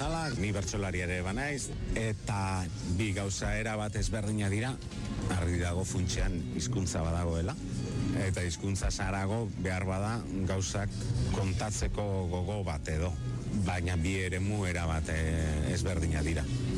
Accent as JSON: {"language": "Basque", "town": "Durango", "region": "Basque Country", "country": "Spain", "tie": "born or raised there", "said": "Durangarra naiz"}